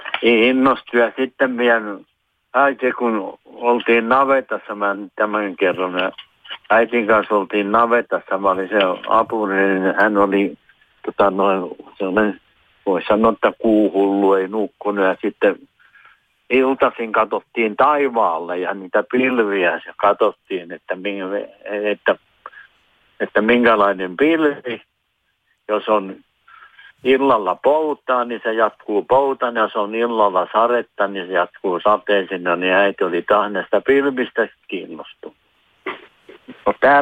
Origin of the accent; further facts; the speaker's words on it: Pirkanmaa, Finland; mä oon maatalosta kotoisin, eli Kallenautiossa olen syntynyt. Meillä on maatalo siellä 15 hehtaari pelto